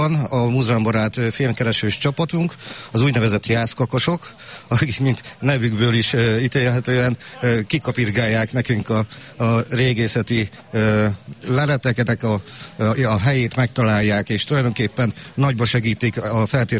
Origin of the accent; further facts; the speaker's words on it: Jász-Nagykun-Szolnok, Hungary; az azt jelenti, hogy én mondhatom magamról, hogy jász vagyok.